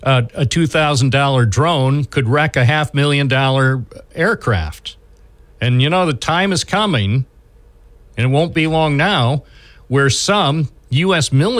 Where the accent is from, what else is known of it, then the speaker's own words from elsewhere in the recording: New York, United States; born there; I was born in New York. I'm staying here.